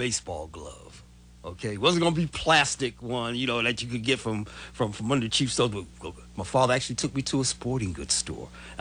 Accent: New York, United States; I grew up in New York

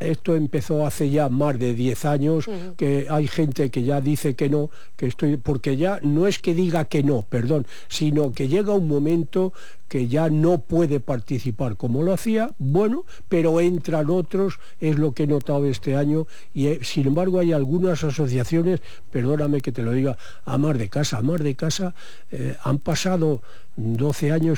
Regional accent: Valladolid, Castile and León, Spain; somos 89 en verdad, que somos de aquí, de Valladolid, de Medina y comarca

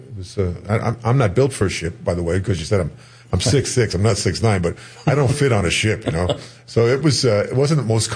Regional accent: New York City, New York, United States; now in Carmel, United States; I was a young Irish kid from the Bronx.

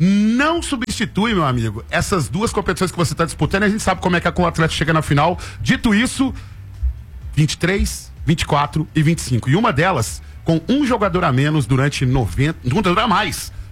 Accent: Minas Gerais, Brazil; Deixa eu te falar, fui criado jogando bola no buracão ali no bairro da Lagoa, irmão.

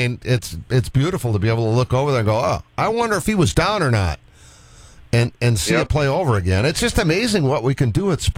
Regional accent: Boston, Massachusetts, United States; I, you know, I grew up in Boston, so Fenway Park is you know

